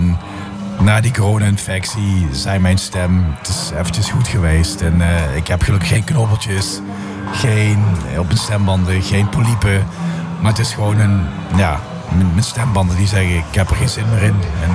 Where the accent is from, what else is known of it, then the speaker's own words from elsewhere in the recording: Limburg, Netherlands; accent: Limburgish; Dat hoor ik altijd, maar dat is mijn Limburgse accent, denk ik.